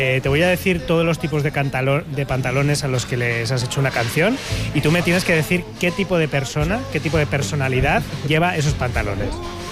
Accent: Zaragoza, Aragon, Spain; now in Madrid, Spain; yo es que soy de Zaragoza y en Zaragoza, como estamos relativamente cerca del Pirineo

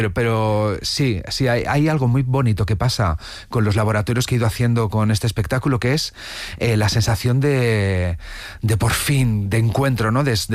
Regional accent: La Cistérniga, Castile and León, Spain; Desde pequeño, yo llegué a mi pueblo, en La Cisterniga, en Valladolid

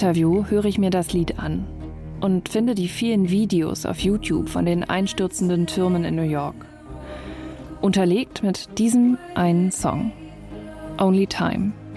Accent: Berlin, Germany; Berlin. Mal wieder in meiner Heimatstadt.

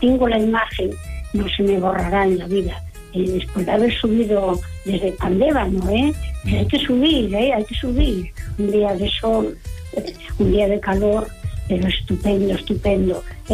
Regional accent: Asturias, Spain; Soy asturiana, vivo en Gijón, me gusta mucho el mar y la montaña.

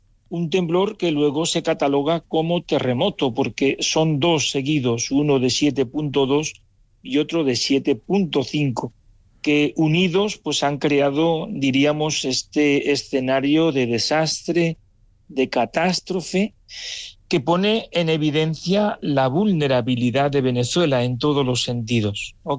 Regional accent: Incinillas, Castile and León, Spain; born there; Mi apellido no es Incinilla, sino que es mi pueblo.

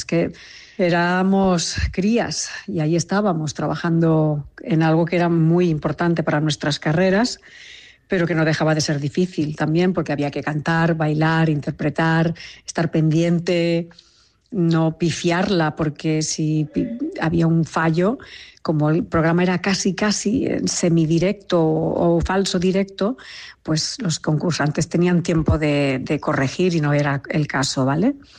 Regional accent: Catalonia, Spain; que yo la llamaba Maireta, personalmente, porque soy catalana

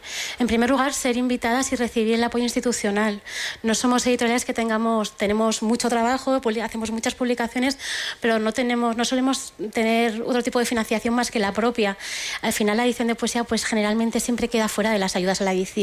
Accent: Soria, Castile and León, Spain; now in Madrid, Spain; venimos de Madrid, pero jugamos en casa porque somos sorianas, y la verdad es que estar en Soria siempre es estar en casa.

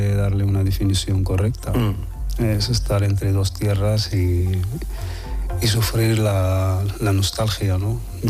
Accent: Asilah, Tanger-Tetouan-Al Hoceima, Morocco; Asila es casas blancas, océano enorme, al Atlántico. Callejuelas pequeñas y mucha lu

